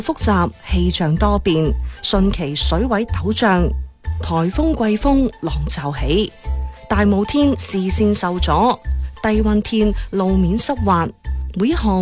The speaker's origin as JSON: {"language": "Chinese", "town": "Foshan", "region": "Guangdong", "country": "China", "tie": "born or raised there", "said": "去寻宝，一起细味地道佛山。"}